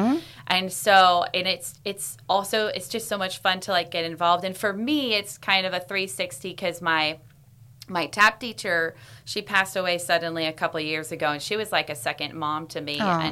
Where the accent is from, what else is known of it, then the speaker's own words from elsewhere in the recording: United States; also born or lived in Nashville; now in Sonoma, United States; I grew up in Tahoe, which is not too far away from here.